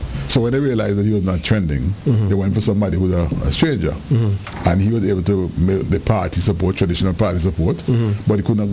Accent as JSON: {"language": "English", "town": "Liberta", "region": "Saint Paul", "country": "Antigua & Barbuda", "tie": "born or raised there", "said": "Liberta is my home. I was born in Liberta."}